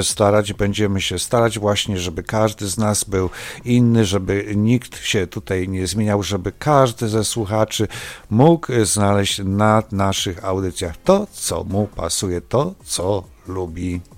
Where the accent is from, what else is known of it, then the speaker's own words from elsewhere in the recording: Polanica-Zdrój, Lower Silesian Voivodeship, Poland; born there; moved away; Urodzony jestem w Polanicy Zdrój, a wiele lat mieszkałem w Kudowie Zdrój. Też uzdrowisko niedaleko.